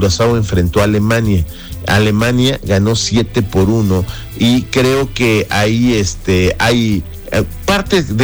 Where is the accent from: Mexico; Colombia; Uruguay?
Mexico; Vaya anfitriones que estamos siendo los mexicanos en los diferentes fanfests